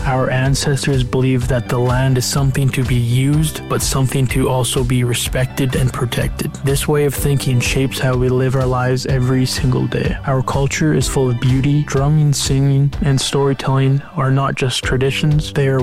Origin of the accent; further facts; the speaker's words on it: British Columbia, Canada; I'm from the Tahltan Nation. … I come from people who've always understood the importance of caring for the land and each other.